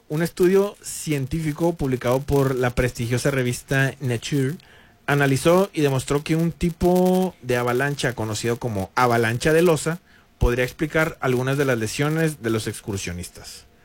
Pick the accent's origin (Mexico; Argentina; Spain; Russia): Russia; Spanish is a second language; Sí, se va, soy ruso.